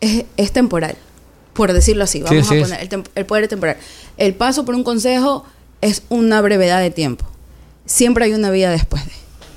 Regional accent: Manta, Manabí, Ecuador; born there; Yo soy nacida en Manta.

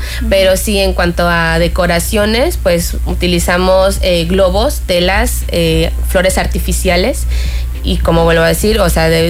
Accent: Mexico

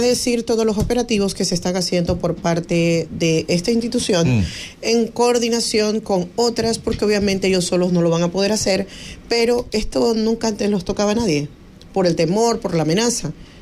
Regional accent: Manabí, Ecuador; soy una manabita convencida

